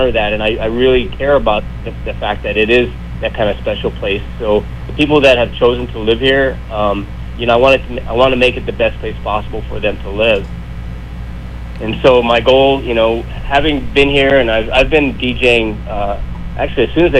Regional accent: Philippines; born there; Well, I was born in the Philippines. My father was military, and so a lot of people, you know, when I say I was born in the Philippines, they think I'm Filipino, which I'm not.

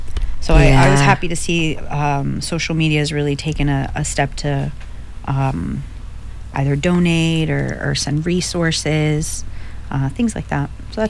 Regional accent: Florida, United States; I was raised in Florida, and mostly

